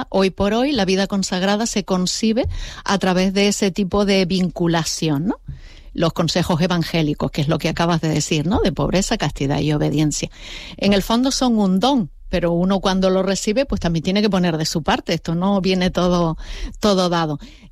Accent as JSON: {"language": "Spanish", "town": "La Palma", "region": "Canary Islands", "country": "Spain", "lives_now": "Gran Canaria, Spain", "said": "me vengo de La Palma, porque yo soy de La Palma."}